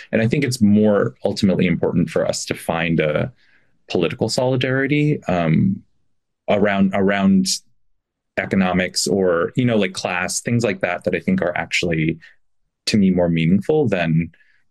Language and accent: English; Florida, United States; Like I grew up in Florida. I had Korean parents, but I also went to a Baptist school, a white Baptist school in the South.